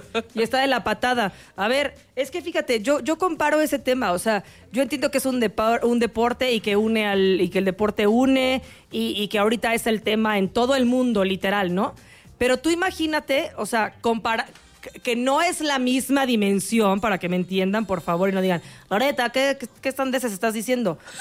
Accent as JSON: {"language": "Spanish", "country": "Mexico", "said": "A nivel México no somos Corea, no somos Japón como país."}